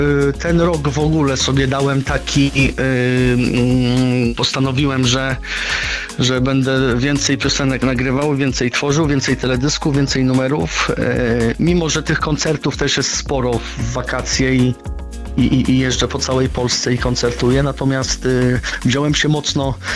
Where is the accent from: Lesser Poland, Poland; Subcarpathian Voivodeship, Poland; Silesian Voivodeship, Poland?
Subcarpathian Voivodeship, Poland; ja jestem prosty chłopak z Podkarpacia